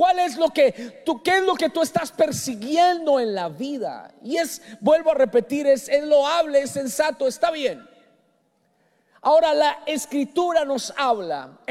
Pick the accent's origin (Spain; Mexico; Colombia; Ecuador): Colombia; Yo soy colombiano